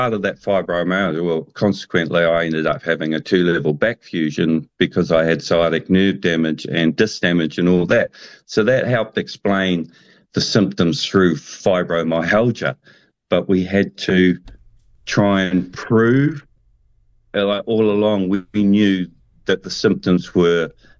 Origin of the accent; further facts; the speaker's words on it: Gisborne, New Zealand; Because I grew up on the East Coast in Gisborne, and back then there was no such things as using, like nowadays, all your equipment that you've got and your tools available to you